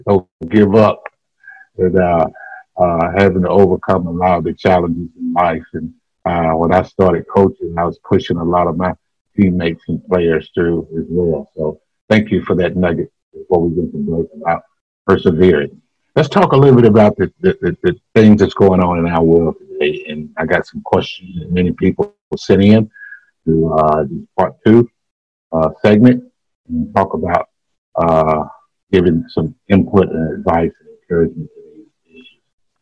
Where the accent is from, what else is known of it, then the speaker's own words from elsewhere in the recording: Chattanooga, Tennessee, United States; I grew up in poverty in South Chattanooga, and you talked about persevering.